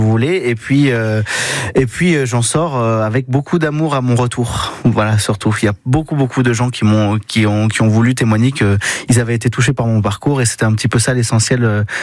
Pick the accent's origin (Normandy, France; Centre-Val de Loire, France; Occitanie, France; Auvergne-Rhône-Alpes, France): Auvergne-Rhône-Alpes, France; Saint-Étienne; born there; also born or lived in Lyon; now in Sainte-Colombe-sur-Gand, France; Alors, que... oui, bah, je suis né à Saint-Étienne.